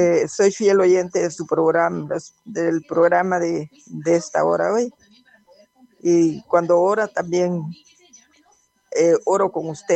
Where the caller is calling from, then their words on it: Estanzuela, Zacapa, Guatemala; de aquí de Estanzuela, Zacapa.